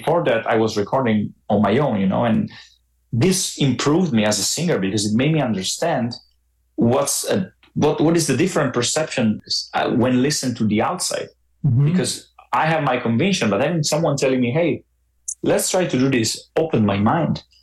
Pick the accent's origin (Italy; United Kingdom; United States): Italy; I'm from Italy